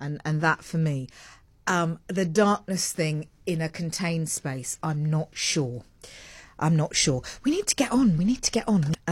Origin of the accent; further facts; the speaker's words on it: Surrey, South East England, United Kingdom; where I grew up in Surrey. It's quite leafy and green.